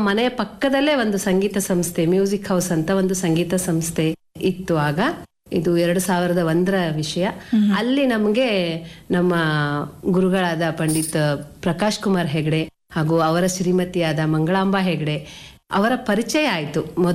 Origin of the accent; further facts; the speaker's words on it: Udupi, Karnataka, India; moved away as an adult; now in Bengaluru, India; ಮೂಲತಃ ಉಡುಪಿಯವರು ನಾವು.